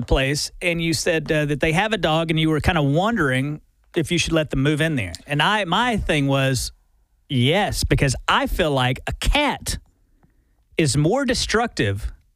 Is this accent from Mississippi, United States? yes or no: no; Auburn, Alabama, United States; moved away as an adult; also born or lived in Myrtle Beach, South Carolina; I moved from Auburn, Alabama, our hometown, and moved to my first job in Myrtle Beach